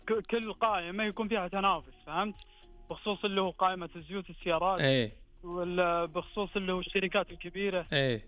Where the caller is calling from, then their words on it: Najran, Najran Province, Saudi Arabia; من نجران.